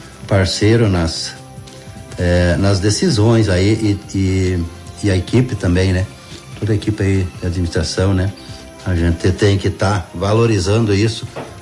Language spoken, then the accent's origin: Portuguese; Machado, Minas Gerais, Brazil; Que eu vim do Machado, eu gosto de falar isso, e é verdade, né?